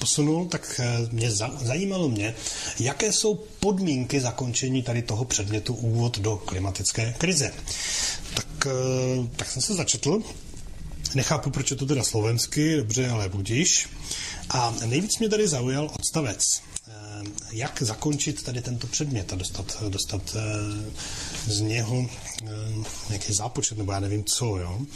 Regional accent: Prague, Czechia; My, co jsme z Prahy

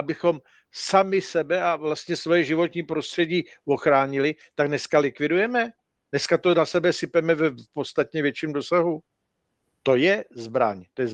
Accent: Ústí nad Labem, Ústí nad Labem Region, Czechia; Já, když jsem nastoupil na vojnu, tak jsem přišel z Ústí nad Labem do Liptovského Mikuláše. Z tohle toho zamořeného území jsem přišel do Tater, do hor.

